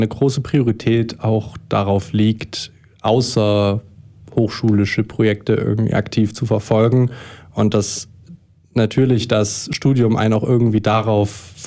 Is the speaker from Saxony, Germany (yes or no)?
yes; Leipzig, Saxony, Germany; moved away as an adult; now in Weimar, Germany; Bin auch ursprünglich aus Leipzig und wir beide studieren hier in Weimar an der Hochschule für Musik.